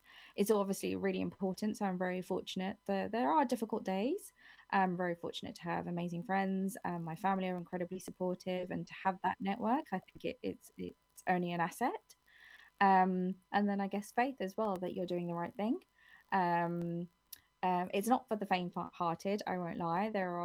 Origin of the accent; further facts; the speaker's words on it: London, United Kingdom; now in St Albans, United Kingdom; I'm a very proud Womble. I am from Wimbledon, South West London. I'm one of three.